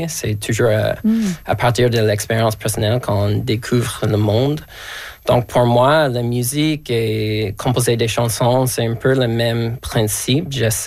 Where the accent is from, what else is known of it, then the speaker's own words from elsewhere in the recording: Alberta, Canada; French is a second language; moved away; Oui, et ouais, c'est vrai. Et j'ai commencé à apprendre le français après avoir quitté l'Alberta.